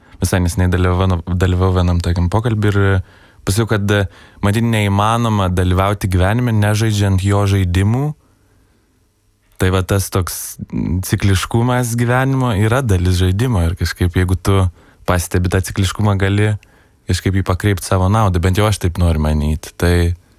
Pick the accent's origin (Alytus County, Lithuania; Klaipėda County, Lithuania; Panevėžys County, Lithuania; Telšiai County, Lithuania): Telšiai County, Lithuania; Plungė; mes abudu esam iš Plungės miesto